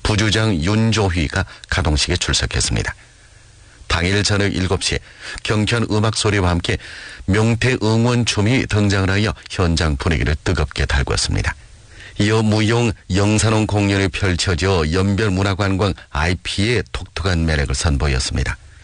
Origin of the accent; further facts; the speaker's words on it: Yanji, Jilin, China; 저는 연길에서 왔는데 이번이 두 번째 방문입니다.